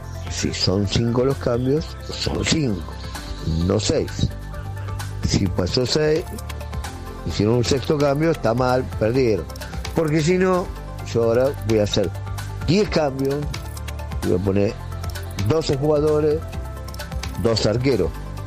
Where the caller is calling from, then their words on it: Temperley, Buenos Aires Province, Argentina; de Temperley.